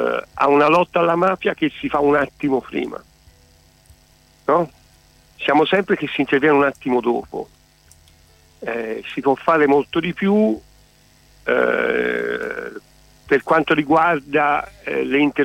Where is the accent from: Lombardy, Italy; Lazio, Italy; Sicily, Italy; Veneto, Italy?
Sicily, Italy; moved away; io da siciliano trapiantato in Toscana ci ho partecipato anch'io